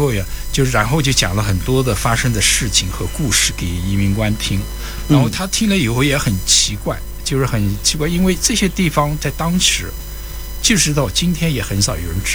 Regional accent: Hefei, Anhui, China; moved away; 我们是老乡，我也是合肥的人。

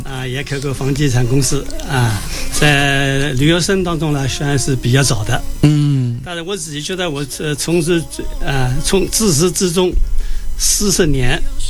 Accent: Yangzhong, Jiangsu, China; moved away; 到我们老家

